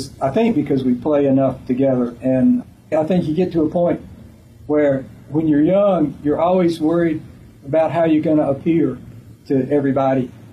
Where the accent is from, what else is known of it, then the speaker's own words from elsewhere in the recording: Warrington, North Carolina, United States; also born or lived in Hillsboro; Worked in my hometown of Warrington for a while. Mm-hmm. Then moved to Hillsboro.